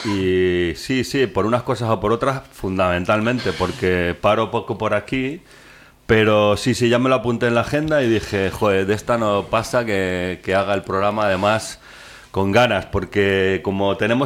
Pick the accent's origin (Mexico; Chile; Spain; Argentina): Spain; Fuensalida, Castilla-La Mancha; accent: manchego; moved away as an adult; Yo soy de Fuensalida. Ah, pueblo de los zapatos.